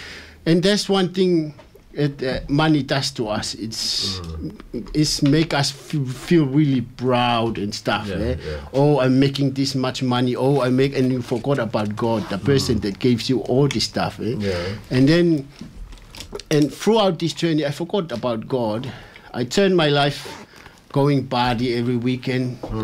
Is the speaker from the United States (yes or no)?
no; Tonga; Because before I came from Tonga, I can see beautiful girls, beautiful